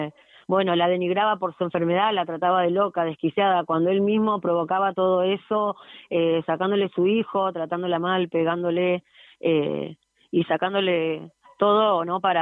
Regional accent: General Pacheco, Buenos Aires Province, Argentina; nosotros somos de acá de Pacheco

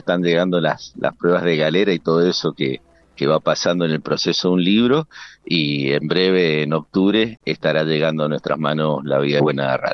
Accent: Mendoza, Argentina; Creo que soy el único mendocino

